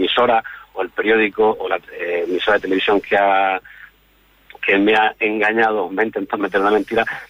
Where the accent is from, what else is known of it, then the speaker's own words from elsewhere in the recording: Region of Murcia, Spain; Perdona que te diga Ángeles porque yo soy murciano, entonces no eso del castellano.